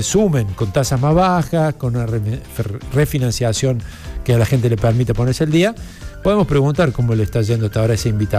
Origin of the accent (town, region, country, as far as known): Argentina